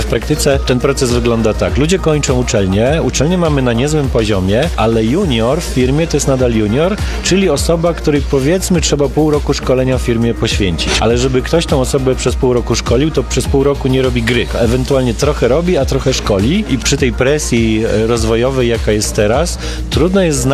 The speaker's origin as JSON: {"language": "Polish", "region": "Lower Silesian Voivodeship", "country": "Poland", "lives_now": "Warsaw, Poland", "said": "mówię to trochę jako przybysz, bo choć większość życia spędziłem w Warszawie, to jestem z Dolnego Śląska"}